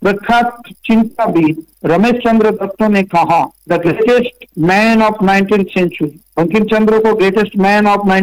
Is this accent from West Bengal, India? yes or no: yes; Murshidabad, West Bengal, India